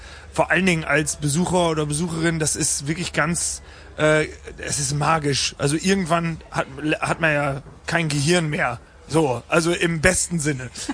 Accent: Osnabrück, Lower Saxony, Germany; wir kommen aus Osnabrück

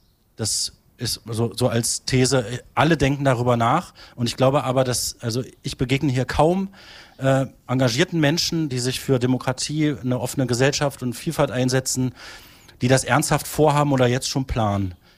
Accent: Halberstadt, Saxony-Anhalt, Germany; Halberstadt ist meine Heimat, ich bin hier aufgewachsen. Ich kenne hier fast jeden Winkel.

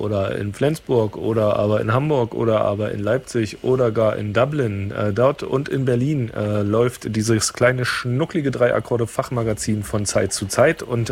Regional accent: United Kingdom; Also halt so ein bisschen wie als typischer Engländer, der Raum war voll mit einem Drittel ebenfalls aus Großbritannien stammender Menschen

